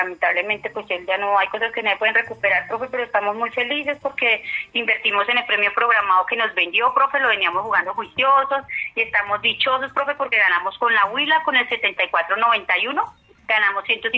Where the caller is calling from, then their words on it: Murillo, Tolima, Colombia; De aquí, de Murillo, Tolima. Murillo